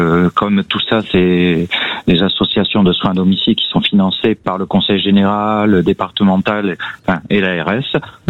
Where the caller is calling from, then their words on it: Bordeaux, Nouvelle-Aquitaine, France; je vous appelle de Bordeaux.